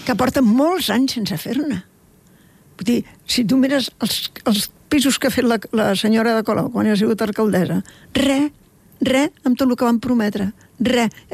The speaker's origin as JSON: {"language": "Catalan", "region": "Catalonia", "country": "Spain", "tie": "born there", "said": "som veïns de Sant Just"}